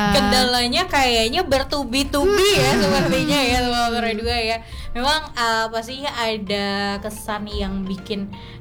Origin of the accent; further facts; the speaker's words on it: Pontianak, West Kalimantan, Indonesia; kita orang Pontianak